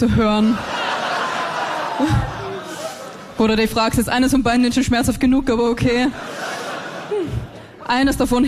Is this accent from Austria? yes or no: yes; Vienna, Austria; Na, ich komme aus Wien für alle, die noch nie in Wien waren.